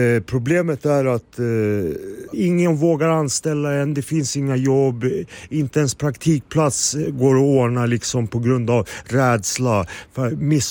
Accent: Solna, Stockholm County, Sweden; jag är från Solna från början och jag har världens vackraste familj, en jättestor, en bosnisk mamma

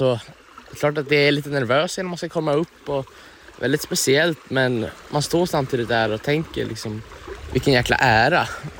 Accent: Gävleborg County, Sweden; hemma i Hälsingland

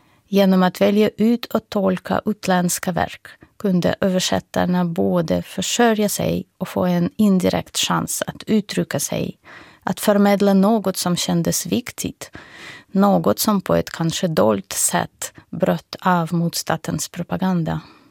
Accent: Russia; moved away; kom det ingen stor och vacker förändring i mitt hemland

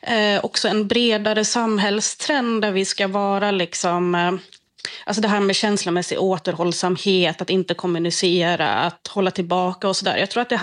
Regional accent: Krokom, Jämtland County, Sweden; Ja, precis. Det här är jätteroligt att få prata om det här just i P4 Jämtland.

